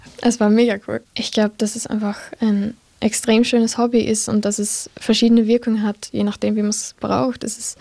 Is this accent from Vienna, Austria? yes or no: no; Hartberg, Styria, Austria; Ich komme aus Hartberg und spiele Gitarre.